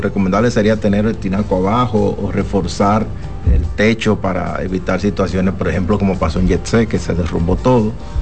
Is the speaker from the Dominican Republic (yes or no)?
yes; Los Alcarrizos, Santo Domingo, Dominican Republic; yo que soy de Los Alcarrizos